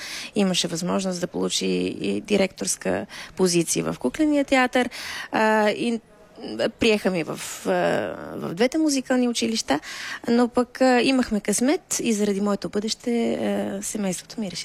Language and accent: Bulgarian; Panagyurishte, Pazardzhik Province, Bulgaria; also born or lived in Sofia; Аз съм родена всъщност в Панагюрище. Аз съм панагюрка, откъдето е моята мама. И всъщност заниманията ми с цигулката започнаха в Пазарджик